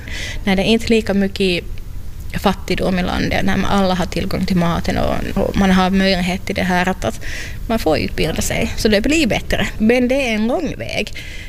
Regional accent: Finland; för att det blev lite sådär högkurs av olika saker som vi finländare ville sen köpa från henne.

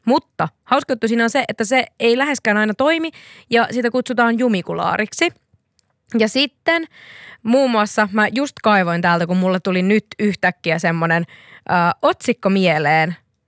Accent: Nurmo, South Ostrobothnia, Finland; moved away; also born or lived in Tampere / Turku; kun mä muutin Nurmosta, missä olen born and raised, niin Tampereelle.

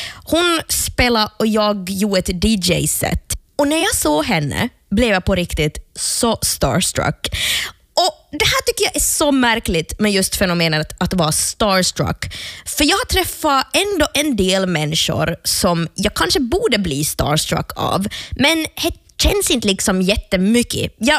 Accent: Jakobstad, Ostrobothnia, Finland; Jag tror att det finns en connection i och med att hon just är från Umeå och jag är från Jeppis. Men det är liksom här nära till. Det är ju faktiskt rakt över vattnet.

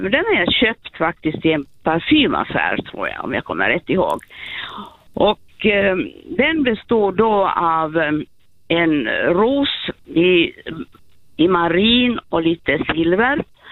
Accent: Helsinki, Uusimaa, Finland; i Helsingfors där jag växte upp.

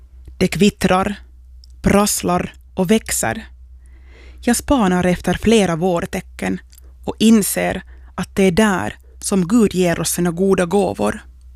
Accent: Järvenpää, Uusimaa, Finland

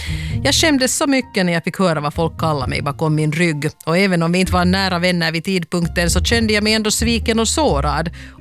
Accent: Finland; Nej, man blir tyvärr inte jätterik som finlandssvensk författare.

